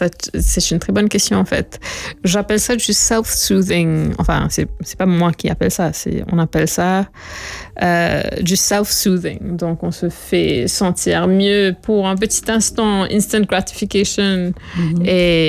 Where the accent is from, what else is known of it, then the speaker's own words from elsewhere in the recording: Mauritius; Ben, je crois que, en tant que Mauricien, we underutilize our banks.